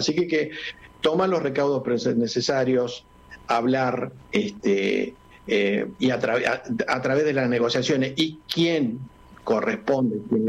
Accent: Salta, Argentina; now in Córdoba, Argentina; nunca dejo de ser salteño, vivo pensando en mi tierra y vivo permanentemente estando en mi tierra.

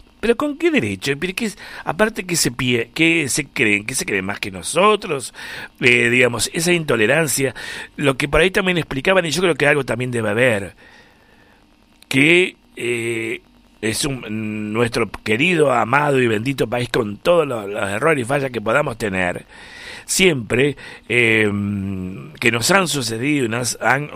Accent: Argentina; porque soy argentino

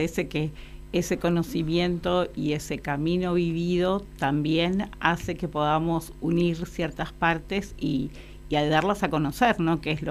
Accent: Ituzaingó, Corrientes, Argentina; me crié en un lugar, en Ituzaingó, en Corrientes, donde había mucho intercambio de gente, mucha gente que me nutrió el alma

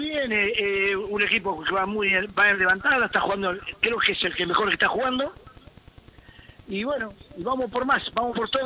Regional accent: Tandil, Buenos Aires Province, Argentina; also born or lived in Mar del Plata; Fui a jugar, soy tardilense, pero bueno, estaba jugando en gimnasia y me fui a Mar del Plata y bueno, y ahí hice toda mi vida, familia, todo, y bueno, volví hace 6 años a Tandiles.

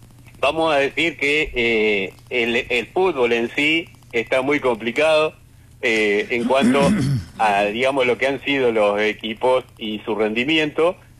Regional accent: Argentina

